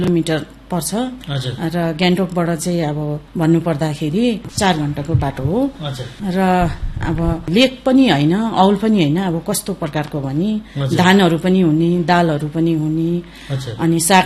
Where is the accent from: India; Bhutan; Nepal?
India; Pakyong District, Sikkim; म Pakyong district पाराखा रुदी ward number 5